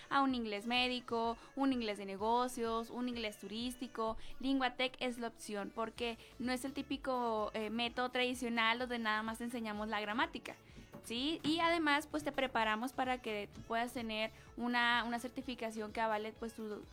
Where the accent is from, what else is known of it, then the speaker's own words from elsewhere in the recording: Culiacán, Sinaloa, Mexico; Y a nosotros nos pasó muchísimo cuando llegamos de Culiacán, pues como que de repente no le entendemos muy bien el acento, o viceversa, no sabían qué decíamos nosotros y sigue siendo español.